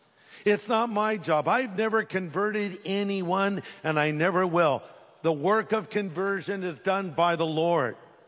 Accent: California, United States; I'm not. I'm from California.

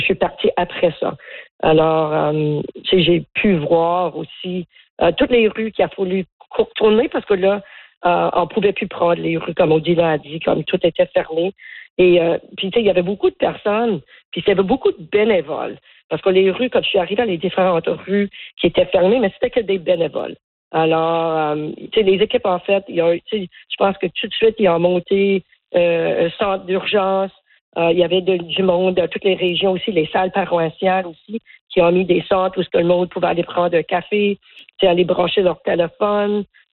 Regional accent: Cape Breton, Nova Scotia, Canada; je retourne chez nous au Cap-Breton ce matin.

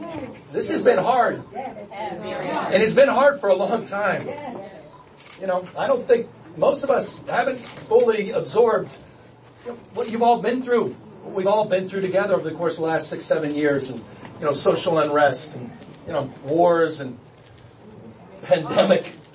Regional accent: California, United States; I come from California. 27% of our state is foreign-born, majority-minority state.

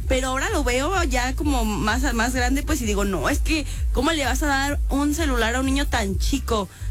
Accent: Jalisco, Mexico; Yo vengo del artesano, mijo. Vengo allá debajo del Cerro del Cuatro.

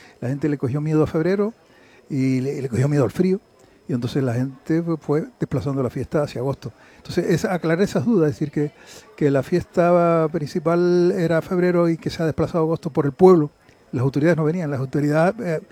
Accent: Canary Islands, Spain; born there; now in Candelaria, Spain; Yo soy nacido en El Conal, que vivo en Candelaria hace más de 30 años

